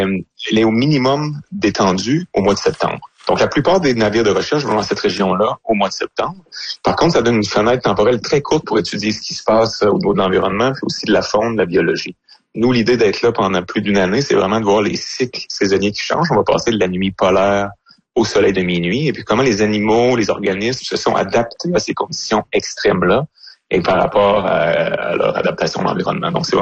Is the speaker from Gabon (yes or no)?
no; Quebec, Canada; moi, je viens de l'Abitibi, donc je suis habitué